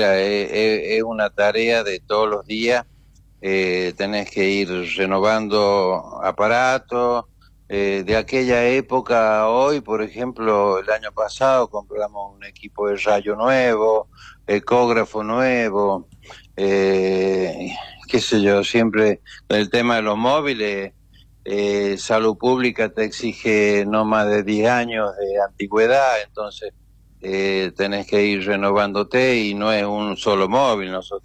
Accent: Chilecito, La Rioja, Argentina; born there; Yo soy nacido en Chilecito. Y bueno, siempre me vine ya como médico a trabajar.

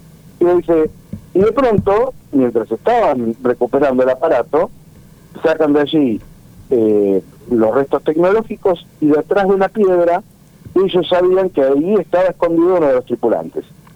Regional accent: La Pampa, Argentina; also born or lived in Buenos Aires; now in San Fernando, Argentina; por lo general no soy de Victoria, soy de Buenos Aires, en realidad soy de La Pampa, pero estoy viendo en San Fernando.

